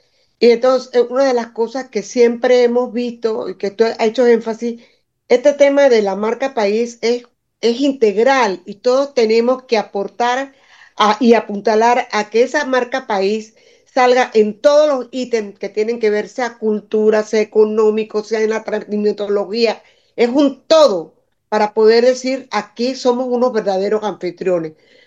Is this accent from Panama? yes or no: yes; Panama